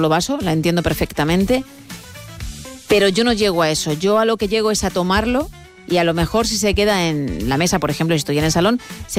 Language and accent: Spanish; Italy; Spanish is a second language; Sí, en mi país, dices, sí, en mi tierra, en Italia, por supuesto.